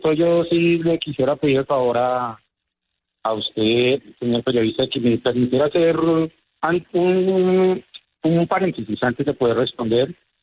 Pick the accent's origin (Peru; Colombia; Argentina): Colombia; proteger la unidad nacional que se ve representada a través de una camiseta que nos une a todos como colombianos.